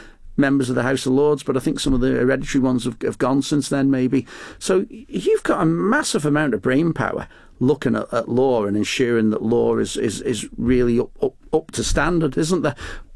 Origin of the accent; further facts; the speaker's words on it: Douglas, Isle of Man; I was born in Douglas. I was brought up in a hotel on Broadway, the Shaftesbury. I lived here in the best of times.